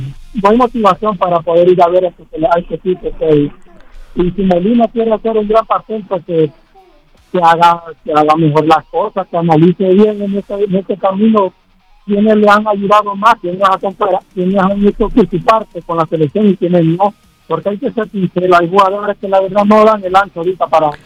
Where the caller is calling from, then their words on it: Honduras; yo como hondureño y como afición, porque a mí la verdad a mí me gusta ir al estadio cuando juega la selección